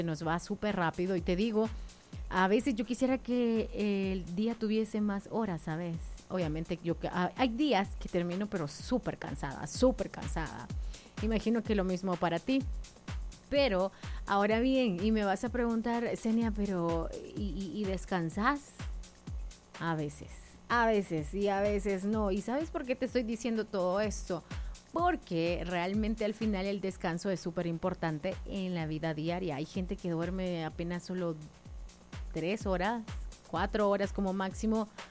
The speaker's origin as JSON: {"language": "Spanish", "country": "El Salvador", "said": "Mira, lamentablemente nosotros como salvadoreños, no lamentablemente, más bien que bien, porque como salvadoreños siempre andamos haciendo una cosa, haciendo otra"}